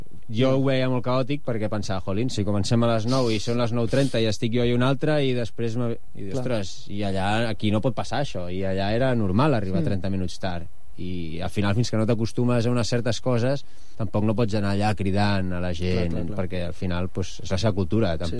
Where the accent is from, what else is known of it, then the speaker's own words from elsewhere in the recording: Badalona, Catalonia, Spain; jo sí que sóc de Badalona, però mai havia treballat a Badalona.